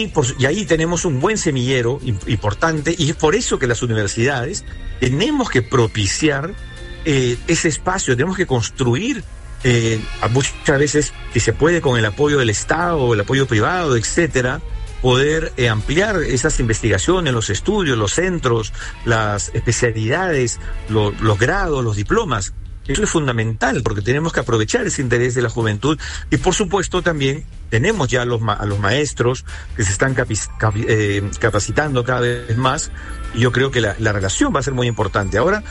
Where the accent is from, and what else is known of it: Peru